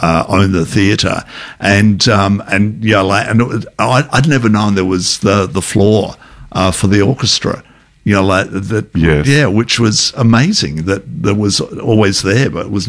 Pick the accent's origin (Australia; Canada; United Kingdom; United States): Australia; Adelaide, South Australia; I'm originally from Adelaide. I should know that.